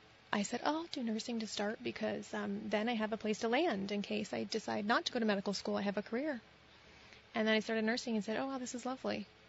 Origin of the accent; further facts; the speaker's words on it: Sheldon, Vermont, United States; Not far. I grew up in Sheldon, Vermont.